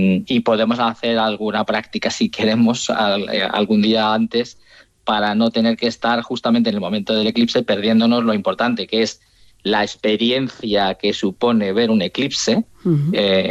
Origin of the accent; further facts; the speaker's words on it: Turmiel, Castilla-La Mancha, Spain; Bueno, yo en mi pueblo, como te decía antes, en Turmiel, ¿sí? Guadalajara